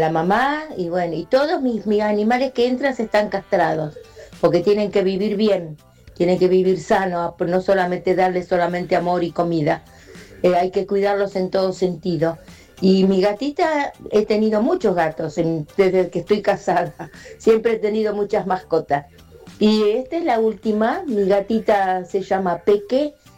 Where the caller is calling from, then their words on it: Moreno, Buenos Aires Province, Argentina; de acá de la localidad de Moreno.